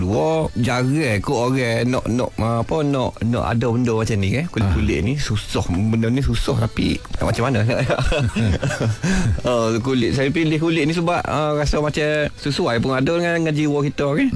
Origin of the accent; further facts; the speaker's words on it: Besut, Terengganu, Malaysia; moved away as an adult; now in Lundang, Malaysia; saya berasal dari Besut, tapi nikah dengan orang Lunde. Jadi selama ni dalam 5 tahun ataupun 6 tahun dah saya duduk di Lunde.